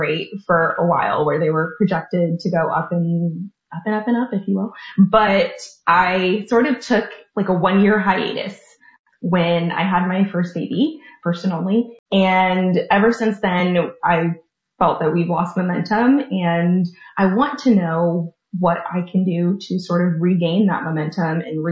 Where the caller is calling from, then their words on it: Tampa, Florida, United States; I'm calling from Tampa, Florida